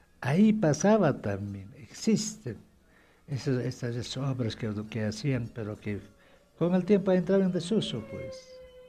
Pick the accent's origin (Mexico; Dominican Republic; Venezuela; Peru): Peru; Acomayo, Cusco; mi tierra Acomayo